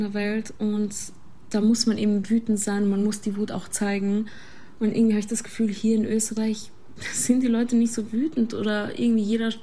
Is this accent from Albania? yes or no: yes; Albania; German is a second language; wie es in Albanien halt anders ist, generell in anderen Ländern, aber jetzt halt in einem Land, wo ich herkomme, dass es da auch Aufruhr gibt